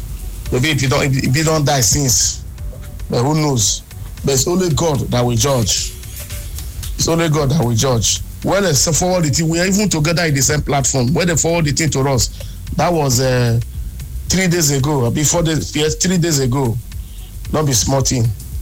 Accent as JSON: {"language": "English", "town": "Port Harcourt", "region": "Rivers", "country": "Nigeria", "said": "from Port Harcourt."}